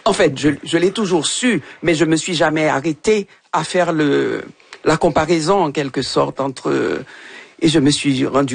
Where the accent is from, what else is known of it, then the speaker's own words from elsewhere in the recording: Haiti; moved away; Ça fait longtemps que j'ai quitté Haïti.